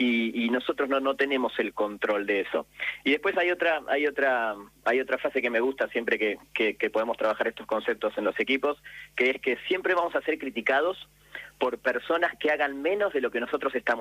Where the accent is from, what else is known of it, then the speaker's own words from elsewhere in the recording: Argentina; Me parece que ese es uno de los valores más importantes que nosotros, en el mes del Mundial como argentinos, tenemos que rescatar siempre.